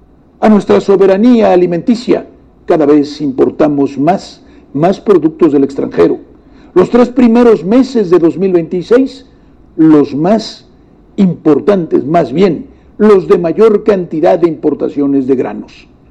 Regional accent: Mexico

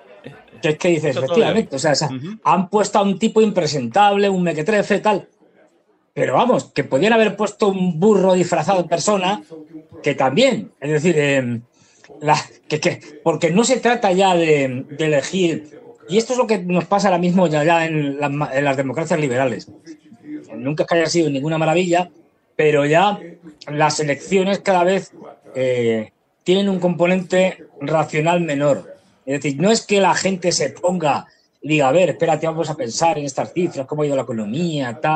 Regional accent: Madrid, Community of Madrid, Spain; Pues yo soy de Madrid y me da igual que mi equipo juegue bien, juegue mal

